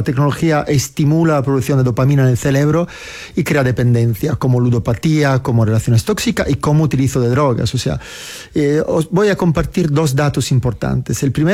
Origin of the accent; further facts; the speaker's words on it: Sardinia, Italy; Spanish is a second language; Sardeña, la isla de Sardeña.